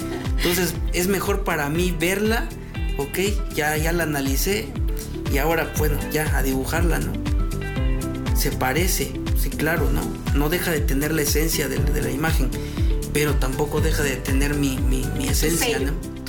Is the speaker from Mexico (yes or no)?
yes; Oaxaca, Mexico; mi comunidad se llama Quiotepec, significa cerro de quiotes, pero también algo que tenemos muy presente es que todo el tiempo hace un viento extremo